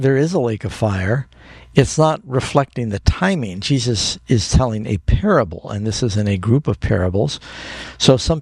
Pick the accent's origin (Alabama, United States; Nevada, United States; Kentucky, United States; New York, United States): New York, United States; New York City; I grew up mostly in New York City. I was sent to many different boarding schools.